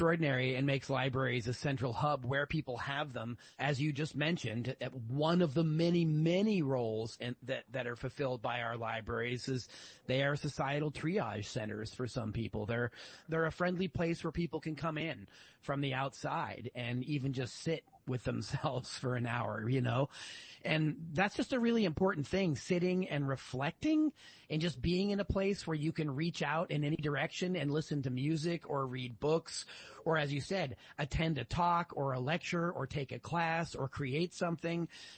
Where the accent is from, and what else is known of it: Pennsylvania, United States; born or raised there